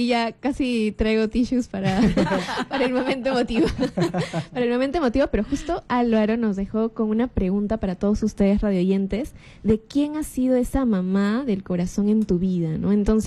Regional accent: Lima, Peru; also born or lived in Trujillo, Peru; Nosotros con mi familia, nacimos en Trujillo, pero nos mudamos acá en Lima

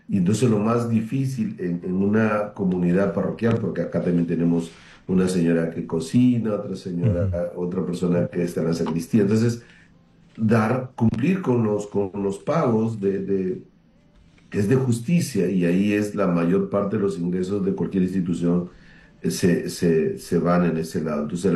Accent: Tumbes, Peru; now in Lima, Peru; Y yo vivía acá en Lima, porque soy de Tumbes.

